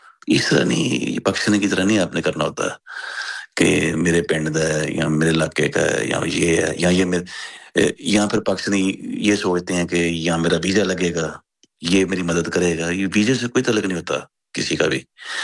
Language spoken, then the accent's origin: Urdu; Pakistan; now in Sweden; میں خود بھی پاکستانی ہوں.